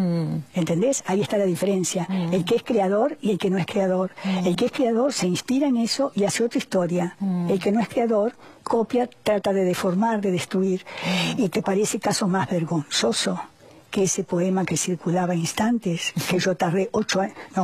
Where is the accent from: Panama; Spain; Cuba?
Cuba; Yo soy cubano, soy abogado